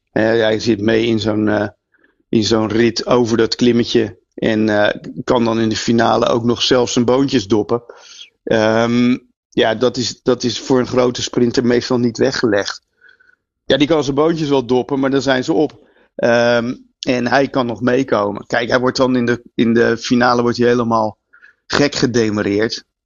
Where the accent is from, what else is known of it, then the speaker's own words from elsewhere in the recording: Netherlands; Voor de Nederlanders